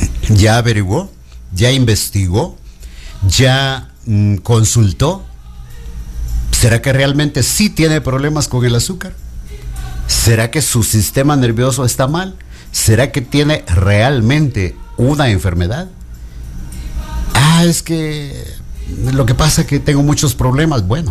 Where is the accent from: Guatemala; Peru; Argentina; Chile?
Guatemala; aquí somos chapines y hablamos con chapines